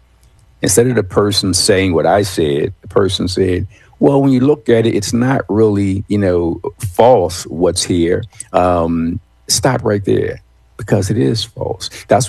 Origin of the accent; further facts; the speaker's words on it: Philadelphia, Pennsylvania, United States; when I came here back to Philly, born and raised in Philly